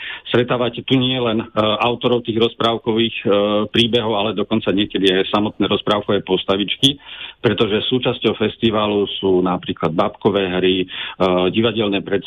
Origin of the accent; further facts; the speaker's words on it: eastern Slovakia, Slovakia; ja nie som v Bratislave v centre toho kultúrneho diania, ale som z východného Slovenska